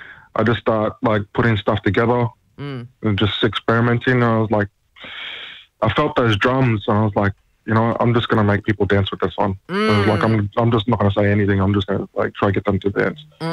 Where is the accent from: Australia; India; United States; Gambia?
Australia; Darwin, Northern Territory; also born or lived in Alice Springs / Lajamanu / Docker River; now in Adelaide, Australia; I was born in Alice Springs in 93. Grew up in Darwin. Grew up in Darwin and lived in La Jumanu and Dock River, and now I'm in Adelaide.